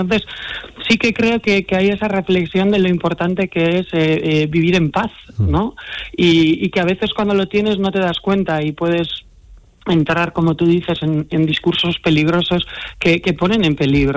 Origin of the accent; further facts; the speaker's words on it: Basque Country, Spain; venimos del País Vasco